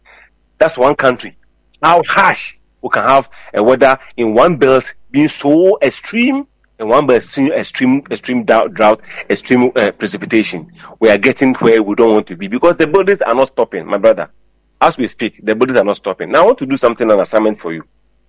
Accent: Accra, Greater Accra, Ghana; I was born in Accra. I formed me a Gamashi. I formed me a Bema camp at 37 Military Hospital. My father was a soldier. I stayed my life in Accra proper. But sadly, I'm moving out of Accra to go and stay somewhere around Dobro

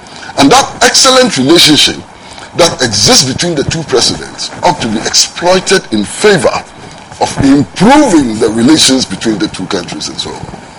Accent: Ghana; I'm embarrassed as a Ghanaian.

